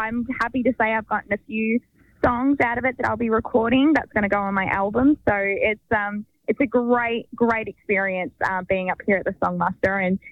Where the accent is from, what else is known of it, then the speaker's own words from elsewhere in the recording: Victoria, Australia; moved away; I lived in Victoria all my life